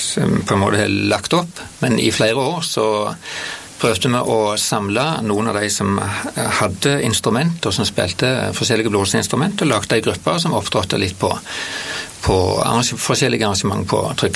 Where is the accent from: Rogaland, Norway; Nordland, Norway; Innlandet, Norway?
Rogaland, Norway; Vigrestad; also born or lived in Ethiopia; da fikk jeg sjans til å begynne i guttemusikken hjemme på Vigrest.